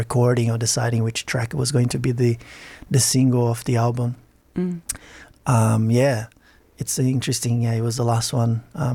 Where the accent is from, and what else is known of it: Brazil; born or raised there; now in Australia